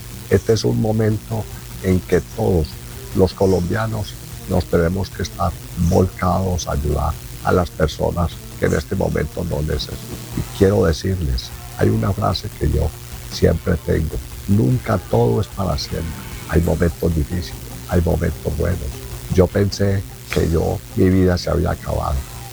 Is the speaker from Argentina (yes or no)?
no; Colombia; Gente, mi pueblo colombiano, los quiero, los amo.